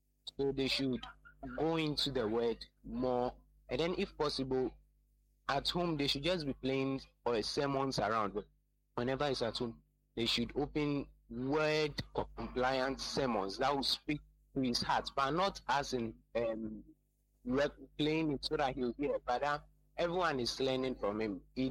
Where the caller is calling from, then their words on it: Dodoma, Tanzania; I'm calling from Dodoa.